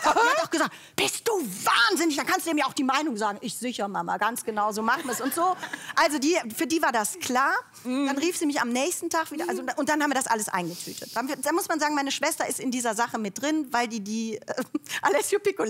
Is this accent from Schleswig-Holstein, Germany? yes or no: no; Cologne, North Rhine-Westphalia, Germany; Du kannst dir ungefähr vorstellen, in welchem Spannungsverhältnis ich lebe als Kölnerin.